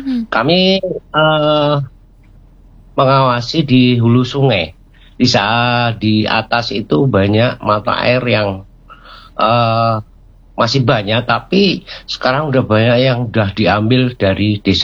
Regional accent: Indonesia; born there; saya lahir di Desa Tlogorojo, dusun Leter.

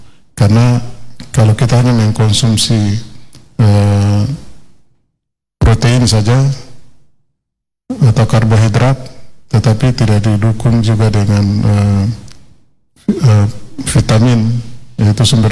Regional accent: Papua, Indonesia; kita orang Papua

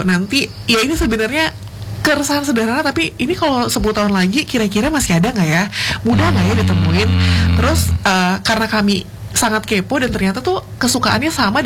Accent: Sumatra, Indonesia; Jadi karena saya dari Sumatera, dan kebetulan memang keluarga itu dari berbagai macam daerah. Ayah dari Jawa Timur, ibu dari Jawa Barat. Terus kami besar dan tinggal di Sumatera.

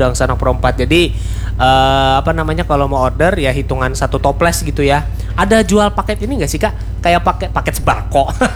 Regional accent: Banjar, South Kalimantan, Indonesia; kita orang Banjar, lahir dan ganal tumbuh di Banjar

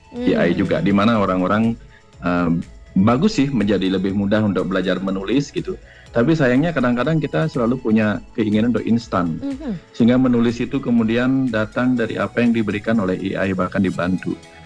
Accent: Bali, Indonesia; Ya mungkin kita orang Bali juga banyak yang nggak tahu, apalagi anak muda.

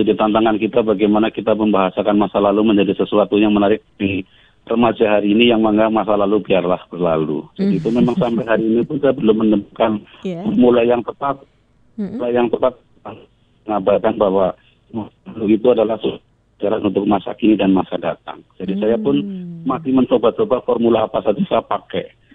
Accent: Banyumas, Central Java, Indonesia; karakter-karakter leluhur kami di Banyumas

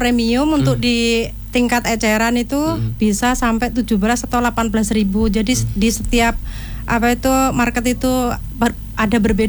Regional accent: Java, Indonesia; now in Sintang, Indonesia; Dan saya memang asli Jawa.

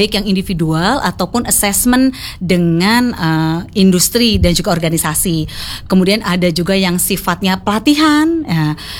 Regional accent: West Java, Indonesia; born there; kami semua lahir di tanah Parahyangan ini

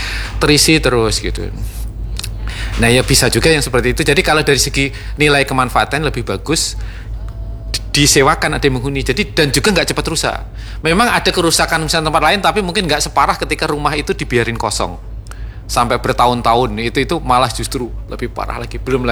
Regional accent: Madiun, East Java, Indonesia; moved away; Saya kan di Madiun ya.

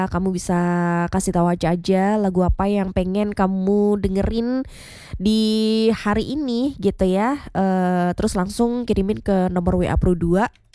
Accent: Temanggung, Central Java, Indonesia; moved away; aku dibawa pulang ke ke rumah asalku di Temanggung

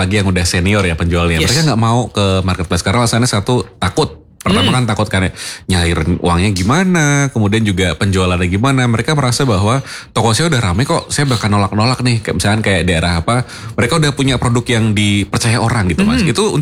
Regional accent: Banyumanik, Central Java, Indonesia; Saya orang Banyumanik akan nyarinya di Tembalang sih, Mas.

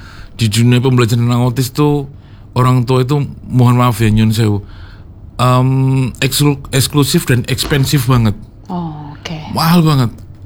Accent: North Kalimantan, Indonesia; saya dari Kalimantan Utara Mbak, jadi dari pinggiran, dari perbatasan di Indonesia yang berbatasan dengan Kalimantan, dengan Malaysia

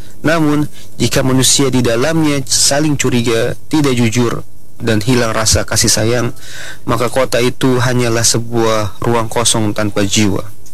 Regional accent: East Nusa Tenggara, Indonesia; kita warga Kabupaten Belu.

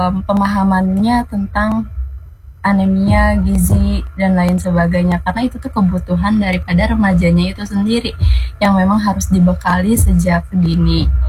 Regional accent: Banten, Indonesia; aku juga berasal dari Kabupaten Pandeglang.

